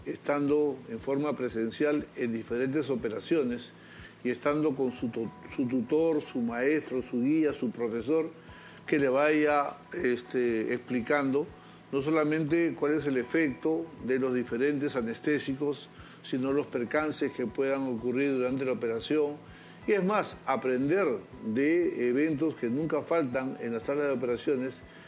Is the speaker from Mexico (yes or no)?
no; Peru; como peruano, como ciudadano